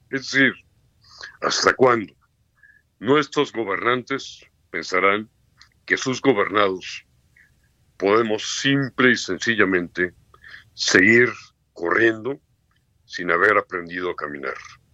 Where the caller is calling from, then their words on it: Mexico; ambos somos mexicanos. Ambos somos mexicanos.